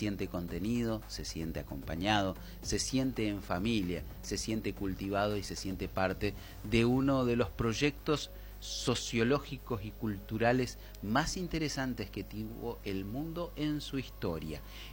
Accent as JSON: {"language": "Spanish", "country": "Argentina", "said": "Porque somos argentinos, vivimos en uno de los mejores países del mundo para vivir."}